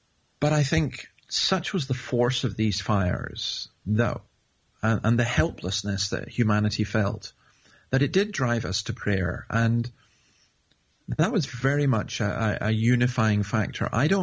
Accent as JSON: {"language": "English", "region": "Scotland", "country": "United Kingdom", "moved": "yes", "lives_now": "Australia", "said": "I'm from Scotland."}